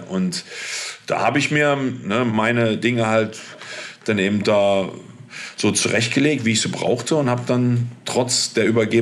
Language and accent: German; Hanover, Lower Saxony, Germany; moved away as an adult; auf einmal spielst du als Hannoveraner für 96